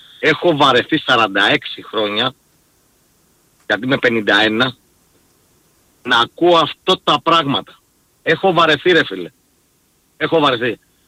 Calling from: Athens, Attica, Greece; που είμαστε από την Αθήνα και δεν είμαστε συμπαχιώτες

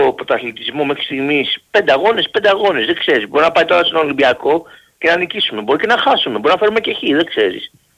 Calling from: Ymittos, Attica, Greece; Είμαι από τον Ημιτό

